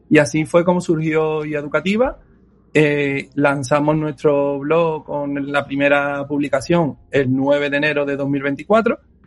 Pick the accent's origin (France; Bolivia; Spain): Spain; La Algaba, Andalusia; Yo soy un profe de FP de un pueblecito de Sevilla, del norte de Sevilla, se llama La Algaba.